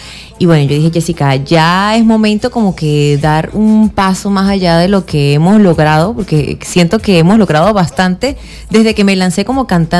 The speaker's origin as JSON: {"language": "Spanish", "town": "San Cristóbal", "region": "Táchira", "country": "Venezuela", "tie": "born there", "also_born_or_lived": "Colombia", "said": "donde nací? Porque soy de aquí, de San Cristóbal."}